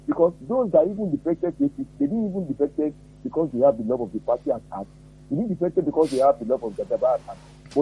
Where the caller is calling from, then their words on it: Akpata, Nigeria; calling from Akpata.